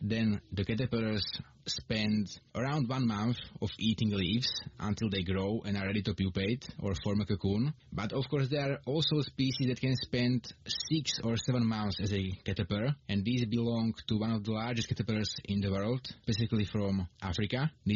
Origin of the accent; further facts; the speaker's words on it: Bielý Kostol, Trnava Region, Slovakia; English is a second language; I'm from Bielý Kostol in Slovakia.